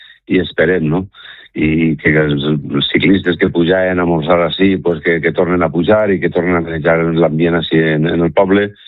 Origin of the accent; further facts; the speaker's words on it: Nules, Valencian Community, Spain; now in Artana, Spain; soc de Nules i estimo l'agrair de ser de Nules